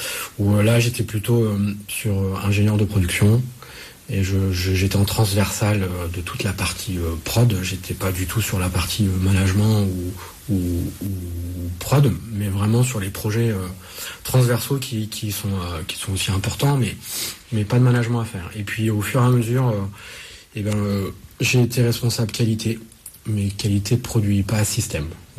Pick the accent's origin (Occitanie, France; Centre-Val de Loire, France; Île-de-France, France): Centre-Val de Loire, France; Orléans; moved away as an adult; also born or lived in Grenoble; now in Burgundy, France; je suis originaire d'Orléans, donc je ne suis pas du tout bourguignon à la base. Mais la Bourgogne m'a adopté. Et donc, je suis en Bourgogne depuis 2003.